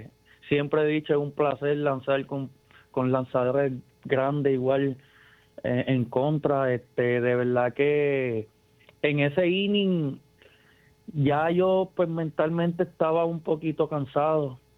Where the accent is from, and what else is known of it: Puerto Rico